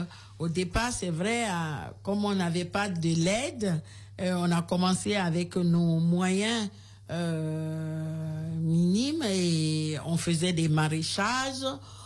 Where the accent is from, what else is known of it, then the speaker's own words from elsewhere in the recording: Kpalimé, Plateaux, Togo; Oui, je suis originaire de Palimé.